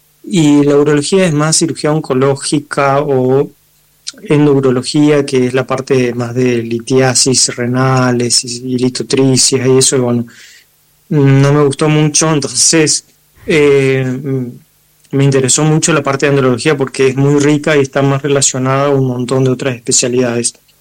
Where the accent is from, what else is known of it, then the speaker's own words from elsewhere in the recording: Chaco, Argentina; also born or lived in Corrientes; now in Buenos Aires, Argentina; si bien yo vivo en Buenos Aires, yo soy chaqueño y me recibí de médico en Corrientes, yo atiendo la zona del litoral, yo voy una vez al mes a Chaco